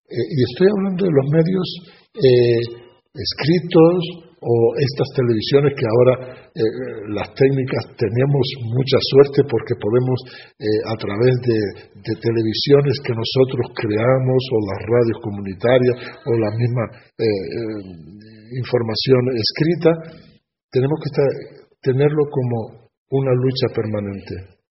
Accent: Western Sahara; now in Canary Islands, Spain; soy saharaui, no soy un periodista extranjero

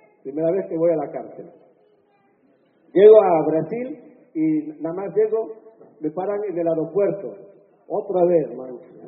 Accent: Galicia, Spain; Pero como soy gallego, y payaso, y hombre, o sea, las tengo todas

